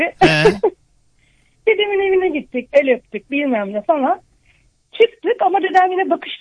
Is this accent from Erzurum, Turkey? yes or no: no; Istanbul, Turkey; biz Üsküdar'da falan hani büyümüşüz.